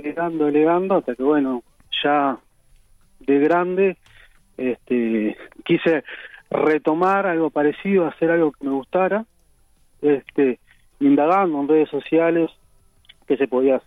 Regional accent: Mercedes, Soriano, Uruguay; now in Montevideo, Uruguay; Yo estoy viviendo en Montevideo, pero soy de Mercedes.

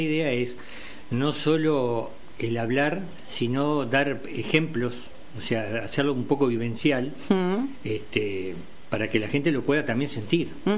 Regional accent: Colonia Suiza, Colonia, Uruguay; Yo soy de Colonia Suiza.

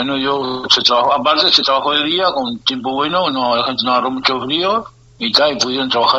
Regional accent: La Paloma, Rocha, Uruguay; yo que vivo en La Paloma toda la vida

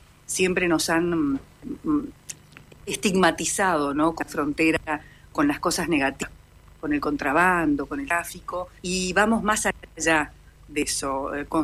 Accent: Rivera, Uruguay; somos de Rivera

